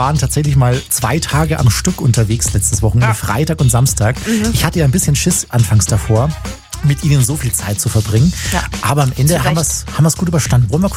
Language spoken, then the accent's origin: German; Bavaria, Germany; Wir waren natürlich in meiner Heimat in Chiemgau.